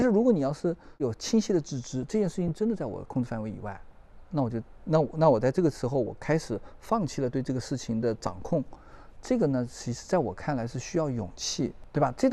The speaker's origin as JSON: {"language": "Chinese", "country": "China", "said": "我们中国人"}